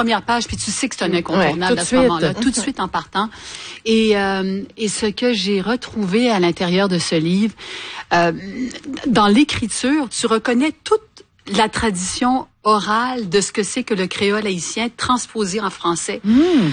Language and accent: French; Quebec, Canada; born there; je suis née au Québec de parents haïtiens